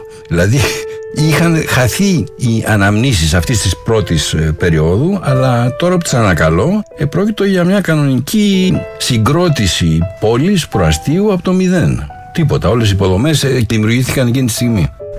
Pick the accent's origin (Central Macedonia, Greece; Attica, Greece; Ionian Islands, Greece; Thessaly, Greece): Attica, Greece; Chalandri; Γεννήθηκα στο Χαλάνδρι. Ήμουνα από την γενιά που έζησα τη διαμόρφωση του Χαλανδρίου, δηλαδή των προαστίων γενικά, μετά τον πόλεμο.